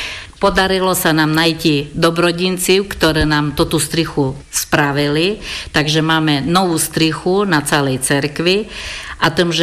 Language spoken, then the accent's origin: Slovak; Piskorovce, Prešov Region, Slovakia; žijú tu celý život i budú, a dokľa budú žeti, budú tu, lebo je to moje rodisko.